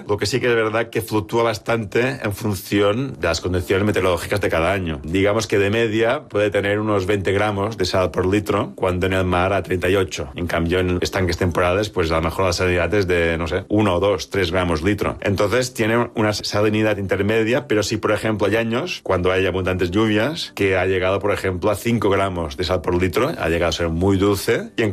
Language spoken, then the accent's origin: Spanish; Es Mercadal, Balearic Islands, Spain; Yo soy menorquín, soy de Mercadal. Yo no participé porque, de hecho, no había nacido, creo, porque esta movilización fue en los años 70, no, yo nací en el 78